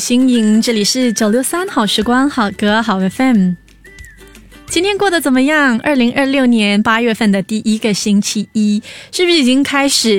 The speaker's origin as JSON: {"language": "Chinese", "country": "Singapore"}